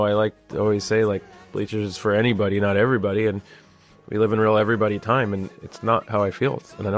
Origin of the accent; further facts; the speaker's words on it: New Jersey, United States; when we got married in the beach town that I grew up in Jersey